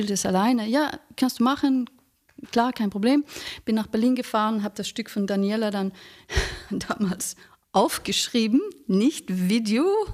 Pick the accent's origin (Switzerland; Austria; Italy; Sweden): Sweden; also born or lived in Denmark / England; now in Germany; Ich bin Schwedin, genau.